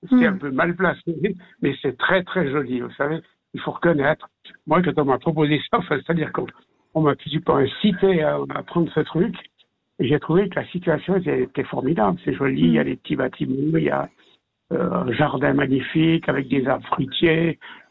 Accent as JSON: {"language": "French", "country": "Switzerland", "tie": "born or raised there", "moved": "as an adult", "lives_now": "Lausanne region, Switzerland", "said": "moi, je suis né sur la frontière française. Mon père était fonctionnaire aux douanes"}